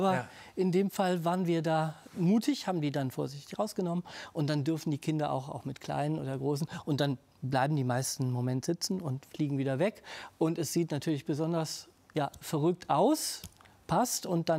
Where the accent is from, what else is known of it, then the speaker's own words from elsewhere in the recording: Solingen, North Rhine-Westphalia, Germany; Rheinland-Pfalz ist für mich absolut meine Heimat geworden. Also ich kann nicht mehr an die Wupper zurück, auch wenn die etwas sauberer geworden ist.